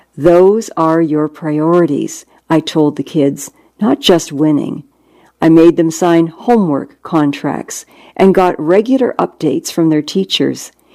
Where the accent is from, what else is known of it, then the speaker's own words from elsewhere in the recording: Compton, California, United States; I grew up in Compton, south of L.A., raised by a single mom with 3 kids.